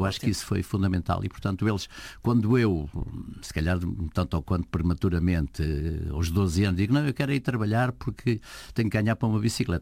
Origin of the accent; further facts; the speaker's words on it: Pontével, Lisbon, Portugal; lá da minha terra, do Pontevel, de onde eu sou naturalmente